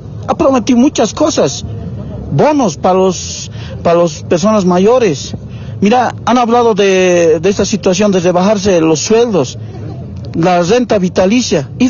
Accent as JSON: {"language": "Spanish", "country": "Bolivia", "said": "usted mismo como boliviana"}